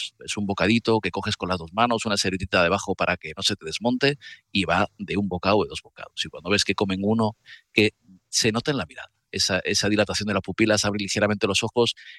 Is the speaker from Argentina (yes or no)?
no; Santander, Cantabria, Spain; soy originario de Santander